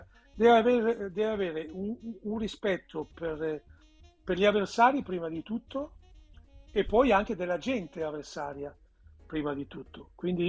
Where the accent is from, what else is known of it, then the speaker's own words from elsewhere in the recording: Veneto, Italy; io poi sono veneto, quindi non avevo tanto bisogno di conoscerla, ma il Veneto è un popolo di lavoratori, è un popolo umile